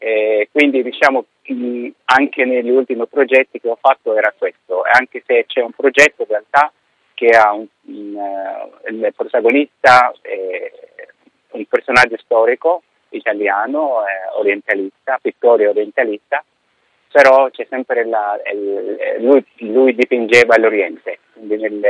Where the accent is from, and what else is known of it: Egypt; born or raised there; Italian is a second language; moved away as an adult; now in Rome, Italy